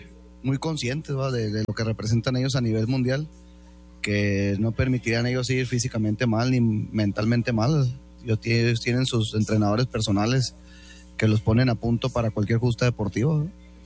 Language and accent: Spanish; Mexico; sin hablar con el corazón de que somos mexicanos, siento que la de México fue la mejor